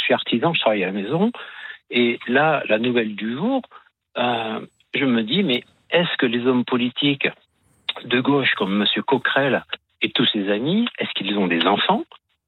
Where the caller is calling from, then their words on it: Auvergne-Rhône-Alpes, France; je suis en Ardèche